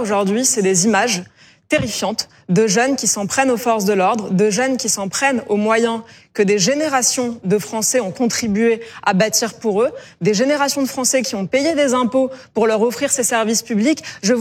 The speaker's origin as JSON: {"language": "French", "region": "Île-de-France", "country": "France", "tie": "born or raised there", "said": "Écoutez, moi j'ai grandi en Seine-Saint-Denis."}